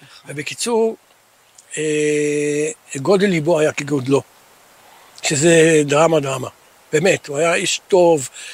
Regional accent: Northern District, Israel; אני נולדתי בקיבוץ

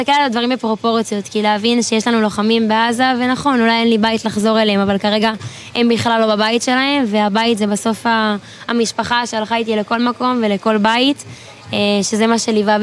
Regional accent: Eilon, Northern District, Israel; אני מהגליל המערבי

